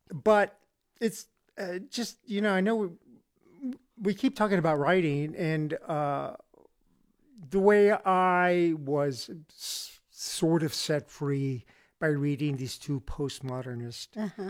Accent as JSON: {"language": "English", "town": "Laredo", "region": "Texas", "country": "United States", "tie": "born or raised there", "said": "I grew up in Laredo."}